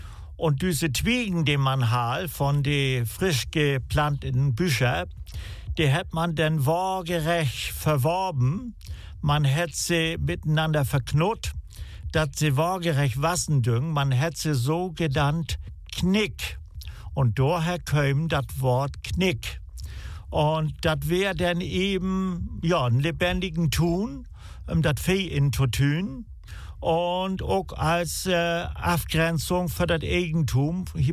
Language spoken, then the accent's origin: German; Rendsburg, Schleswig-Holstein, Germany; Ja, ich komme aus Rendsburg, das liegt im Kreis Plön, in der untersten Hälfte. Und ja, da bin ich geboren und da lebe ich seitdem.